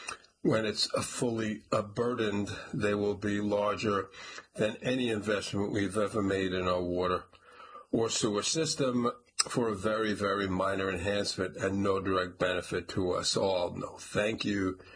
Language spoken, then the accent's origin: English; Randolph, Massachusetts, United States; also born or lived in Holbrook / Braintree; I grew up in Randolph, Holbrook, and Braintree